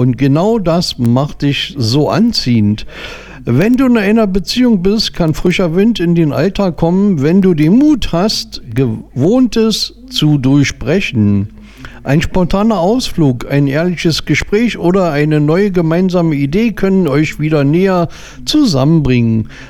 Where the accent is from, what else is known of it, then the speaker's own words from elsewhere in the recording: Berlin, Germany; now in Hesse, Germany; Ich bin ja Berliner in Hessen.